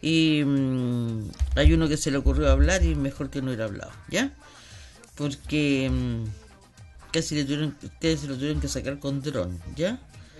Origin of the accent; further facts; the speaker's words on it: Arica, Arica y Parinacota, Chile; nosotros somos Arica, que cuesta lo que son Iquique, Magallanes, todo, cuesta, porque creen que nosotros no somos parte de Chile. Y somos parte de Chile. Somos ciudadanos chilenos